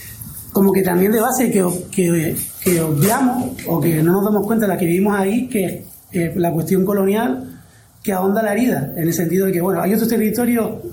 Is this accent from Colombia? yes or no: no; Canary Islands, Spain; clara por qué papel ocupamos la población canaria históricamente en nuestro propio territorio.